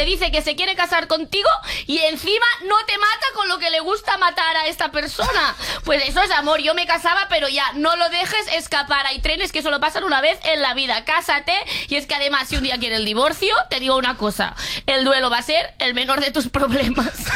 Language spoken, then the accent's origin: Spanish; Andalusia, Spain; Aquí sí, sí que soy andaluza.